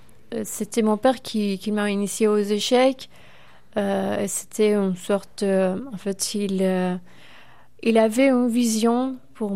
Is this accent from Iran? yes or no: yes; Iran